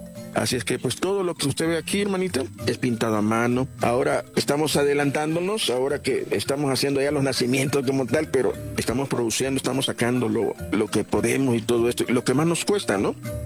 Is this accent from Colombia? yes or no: no; El Salvador; soy artesano salvadoreño.